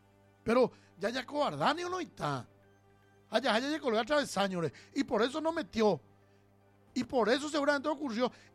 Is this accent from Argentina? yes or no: no; Paraguay; yo soy el paraguayo ambicioso.